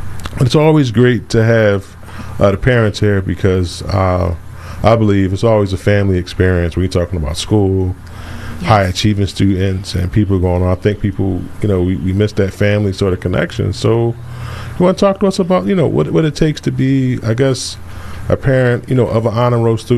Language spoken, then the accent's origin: English; Philadelphia, Pennsylvania, United States; I'm born and raised in Philly.